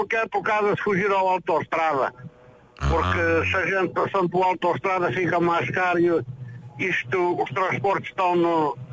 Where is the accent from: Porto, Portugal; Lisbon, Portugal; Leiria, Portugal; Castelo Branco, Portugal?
Castelo Branco, Portugal; Oleiros; Eu sou de Oleiros, da Beira Baixa.